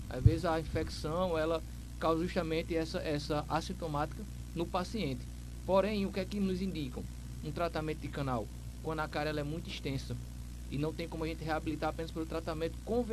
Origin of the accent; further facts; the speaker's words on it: Sousa, Paraíba, Brazil; now in Toritama, Brazil; sou da cidade de Souza, cidade do Dinossauro.